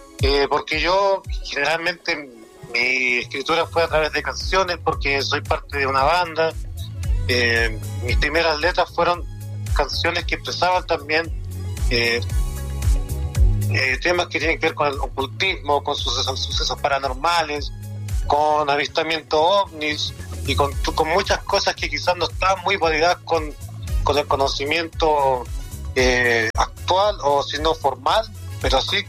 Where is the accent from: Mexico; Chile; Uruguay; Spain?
Chile; Calama, Antofagasta; soy calameño, nací en Calama